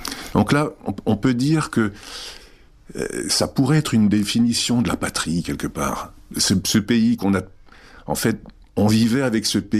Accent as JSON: {"language": "French", "country": "France", "tie": "born there", "also_born_or_lived": "Czechoslovakia", "first_language": "Czech", "second_language": "French", "said": "à la maison, on parlait tchèque, donc il y avait d'abord la langue, qui était ma langue maternelle. Moi, je suis donc arrivé en France, j'avais un an et demi."}